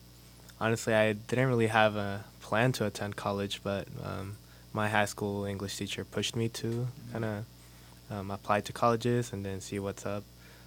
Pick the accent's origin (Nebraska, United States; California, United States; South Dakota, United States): California, United States; Concord; Kind of in the Bay, Concord.